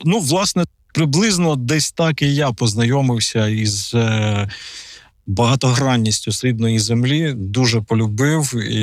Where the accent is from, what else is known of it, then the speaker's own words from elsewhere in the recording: Polesia, Ukraine; в мене на Полісі на Київському. Це Житомирщина, Київщина, звідки я родом.